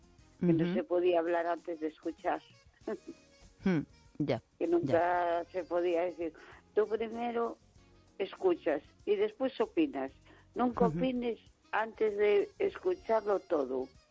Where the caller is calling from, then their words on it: A Coruña, Galicia, Spain; de Coruña.